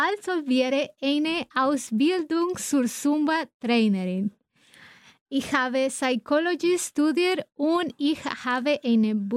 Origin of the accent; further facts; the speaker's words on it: León, Guanajuato, Mexico; German is a second language; moved away as an adult; now in Austria; ich bin 33 Jahre alt, ich komme aus León, Guanajuato, México. Aber jetzt wohne ich in Österreich